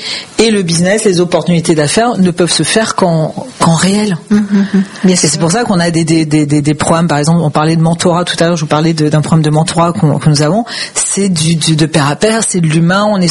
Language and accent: French; France; on est dans l'humain, nous sommes des Français, des Latins, par définition